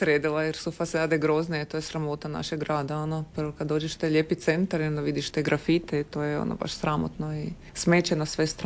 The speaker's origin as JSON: {"language": "Croatian", "region": "Podravina", "country": "Croatia", "accent": "Kajkavian", "lives_now": "Zagreb, Croatia", "said": "Da, pogotovo gore, ja znam, ja sam iz Podravine, tam se uvijek nekako to istovećivalo sa Gruntovčanima, onako, svi smo mi kao dudek i bedaki gore i tak."}